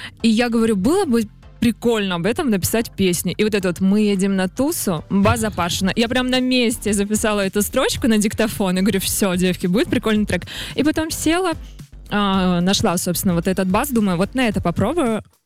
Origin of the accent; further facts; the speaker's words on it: Aikhal, Sakha Republic, Russia